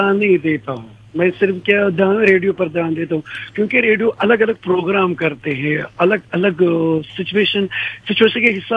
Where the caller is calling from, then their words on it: Budgam district, Jammu and Kashmir, India; मैं कश्मीर से बात कर रहा हूँ, सेंट्रल कश्मीर से बात कर रहा हूँ, जिला बड़गाम में हमारा गांव पड़ता है।